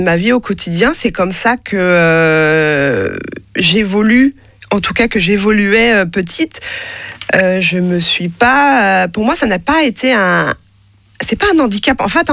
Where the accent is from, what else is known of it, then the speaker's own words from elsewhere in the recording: France; first language French Sign Language; mes parents sont sourds-signants, donc ils parlent la langue des signes française, et donc c'est ma langue maternelle.